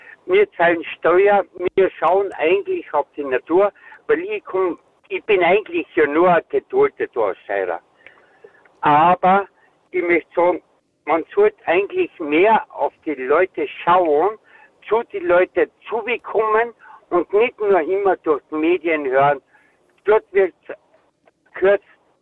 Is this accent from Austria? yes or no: yes; Styria, Austria; Ich bin aus Kind von der Steiermark herkommen. Mhm. Wir waren 13 Kinder und ich bin eigentlich da herkommen.